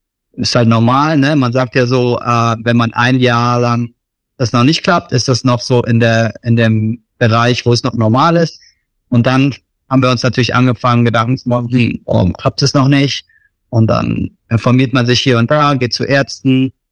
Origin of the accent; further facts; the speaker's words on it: Germany; born there; Also ich bin in Deutschland geboren.